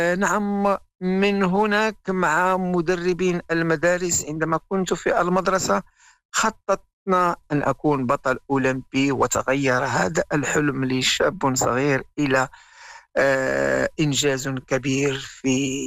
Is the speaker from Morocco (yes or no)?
yes; Fez, Fès-Meknès, Morocco; also born or lived in Kenitra; أنا خلقت في مدينة قنيطرة، ولكن لا أعرف شيئا عن مدينة قنيطرة. لأنني كبرت وتربيت، وكل ما فعلته في مدينة فاس. فصحيح هي مولد أين ولدت، ولكن لا أعرف شيئا عليها.